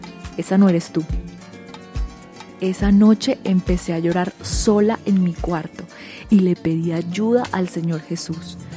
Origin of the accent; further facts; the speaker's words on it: Meta, Colombia; me dio el Señor la oportunidad de crecer musicalmente en el departamento del Meta, en mi país Colombia, durante muchos años.